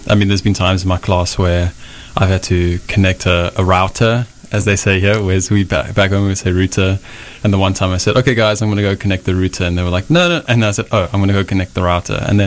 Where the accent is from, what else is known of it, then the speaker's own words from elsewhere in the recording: Johannesburg, Gauteng, South Africa; moved away as an adult; now in Wayne, United States; I'm from Johannesburg, South Africa.